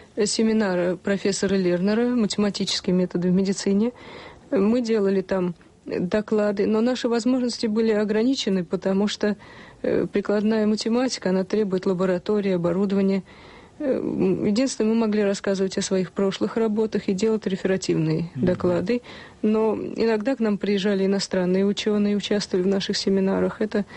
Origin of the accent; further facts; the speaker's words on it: Moscow, Russia; moved away as an adult; now in Israel; Я из Москвы, мне 39 лет, у меня есть муж, дочь и мама.